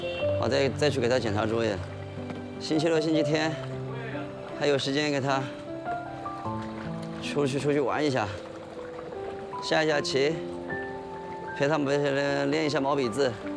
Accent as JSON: {"language": "Chinese", "region": "Chongqing", "country": "China", "said": "我们重庆人说的过长很多"}